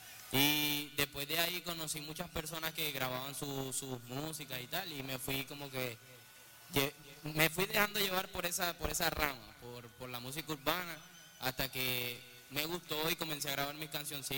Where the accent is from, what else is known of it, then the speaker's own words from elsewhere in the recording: Venezuela; Incluso esa primera grabación yo la grabé en Venezuela. Cuando me firmó la disquera en Medellín, la llevé hasta Medellín.